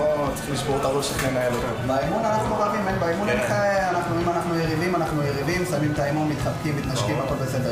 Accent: Netanya, Central District, Israel; born there; אני גם נתניהתי, אני נולדתי פה, אני גר פה.

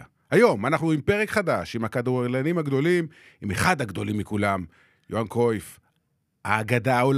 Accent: Beersheba, Southern District, Israel; כשהייתי ילד בבאר שבע

